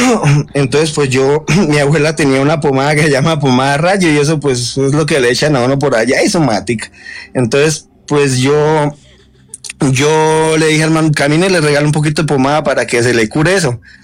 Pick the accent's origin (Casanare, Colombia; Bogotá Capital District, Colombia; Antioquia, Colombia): Casanare, Colombia; Tengo una de aquí de la región donde me crié. Yo soy del Casanare. en medianías con Boyacá, en el río que divide Casanare y Boyacá, que nace la laguna de Tota.